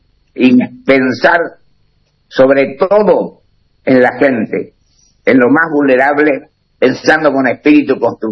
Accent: San Luis del Palmar, Corrientes, Argentina; en San Luis del Palmar, que es mi pueblo.

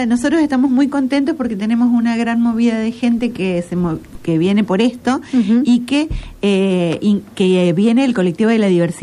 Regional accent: Argentina; como no somos más que argentinos

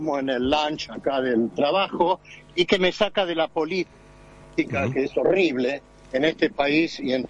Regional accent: Buenos Aires, Argentina; now in Washington, United States; Yo nací en el barrio de Colegiales, rodeado por hinchas de River, el año en que River salió campeón.

